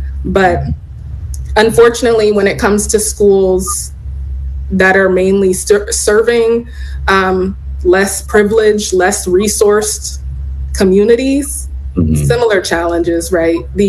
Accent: Long Beach, California, United States; born or raised there; also born or lived in Boston, United States / San Francisco, United States; now in Philadelphia, United States

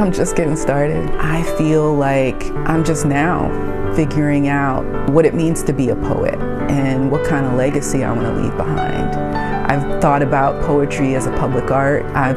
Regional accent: Ambler, Pennsylvania, United States; also born or lived in Germantown; I was born in Germantown. I was raised in Montgomery County in the towns of Ambler, PA, North Wales, PA. I am a product of Black people who came from Virginia to Ambler to work in the asbestos factories there.

